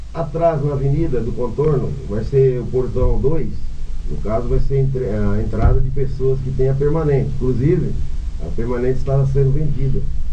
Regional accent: Marília, São Paulo, Brazil; Eu sou de Marília

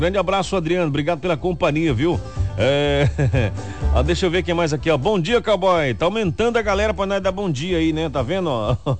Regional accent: Nioaque, Mato Grosso do Sul, Brazil; Eu que nasci e me criei no Mato Grosso do Sul, naquela região do Pantanal, em Miranda, aqui da Uana, na cidade de Niuaque.

